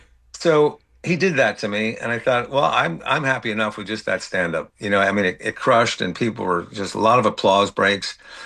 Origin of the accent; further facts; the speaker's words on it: Bridgeport, Connecticut, United States; I grew up in Connecticut, Bridgeport, Connecticut, so I'm an East Coast guy.